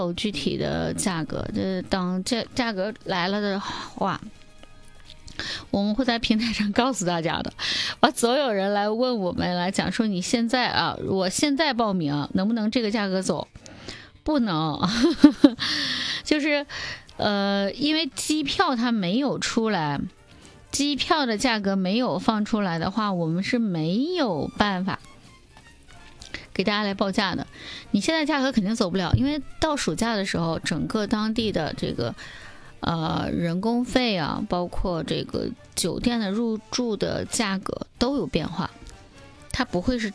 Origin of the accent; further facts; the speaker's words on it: Northeast China, China; 他们的口味是很符合我们东北人，就喜欢吃偏咸这样的一点的